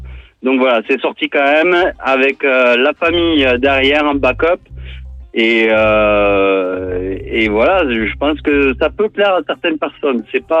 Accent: Toulouse, Occitanie, France; born there; accent: Toulouse; first language English; French is a second language; je suis né à Toulouse, man. Hein. ouais, ça, on peut pas l'enlever. Une fois que t'es né là-bas, l'accent, il s'enlève pas.

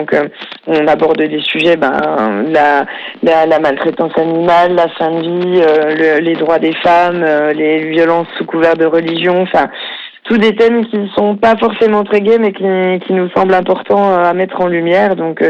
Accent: Montbéliard, Bourgogne-Franche-Comté, France; de Montbéliard, en Franche-Comté.

